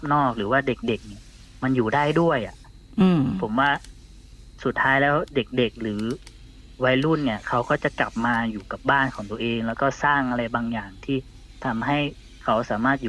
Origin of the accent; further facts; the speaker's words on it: Bangkok, Thailand; ผมเนี่ยเป็นคนกรุงเทพคนเดียวเนาะ